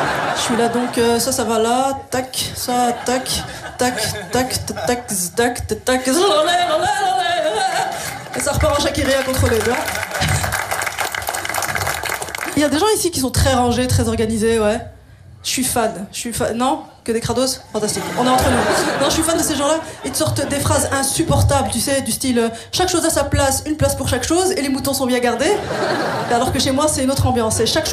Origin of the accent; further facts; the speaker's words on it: Molenbeek, Brussels-Capital Region, Belgium; je viens de Molenbeek, avant ça j'habitais à Bruxelles.